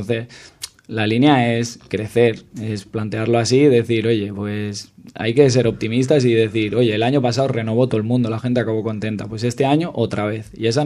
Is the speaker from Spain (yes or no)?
yes; Montornès del Vallès, Catalonia, Spain; los que somos de Montornès Norte de toda la vida